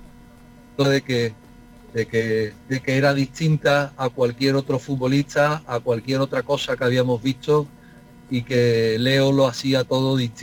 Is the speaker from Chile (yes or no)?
no; Spain; Evidentemente, en mi país, es España, siempre quiero, absolutamente siempre quiero que gane